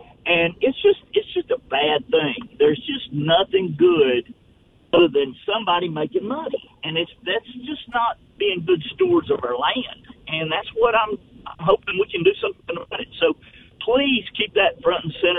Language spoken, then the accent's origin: English; Alabama, United States; Well, and I grew up on the Warrior River.